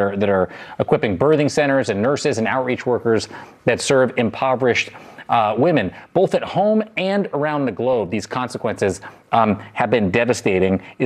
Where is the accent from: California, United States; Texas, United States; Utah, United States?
California, United States; Congressman Robert Garcia from my home state of California.